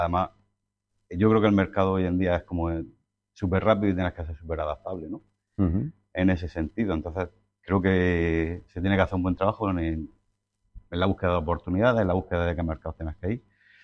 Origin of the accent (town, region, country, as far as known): China